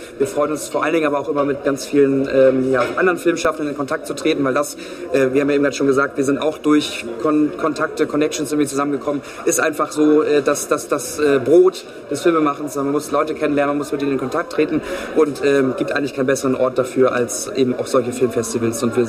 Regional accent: Hamburg, Germany; ich komme hier aus der Richtung Hamburg

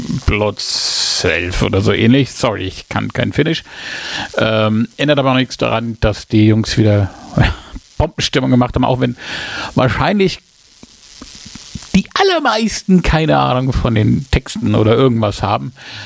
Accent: Bavaria, Germany; von mir als Franke

